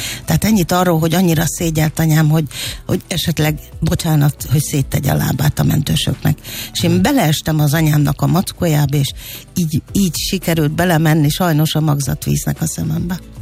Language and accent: Hungarian; Békés, Hungary; moved away; Békés megyei vagyok